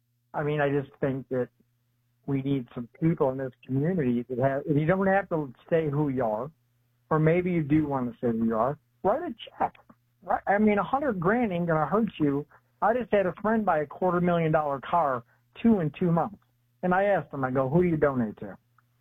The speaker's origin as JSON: {"language": "English", "town": "Detroit", "region": "Michigan", "country": "United States", "tie": "born or raised there", "moved": "yes", "said": "I was just in my home state of Detroit, Michigan"}